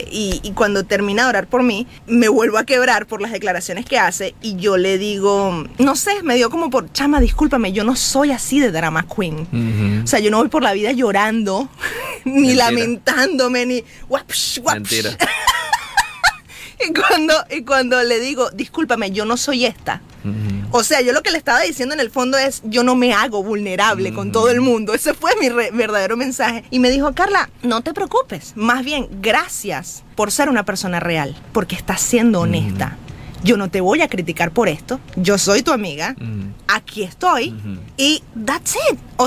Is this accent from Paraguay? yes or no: no; Venezuela; como decimos en Venezuela